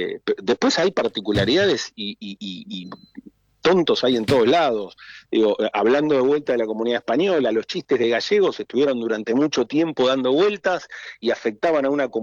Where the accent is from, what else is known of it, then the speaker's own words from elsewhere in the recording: Argentina; born there; Yo me formé y me crié en la comunidad española y manteniendo esa identidad, más allá que también tengo algún abuelo italiano, pero la mayoría fue española